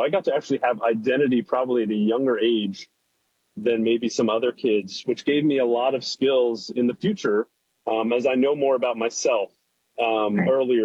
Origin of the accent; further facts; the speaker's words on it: Baltimore, Maryland, United States; now in Philadelphia, United States; Yeah, so I live in suburban Philadelphia now, but I grew up in Baltimore, and I am the middle of two sisters.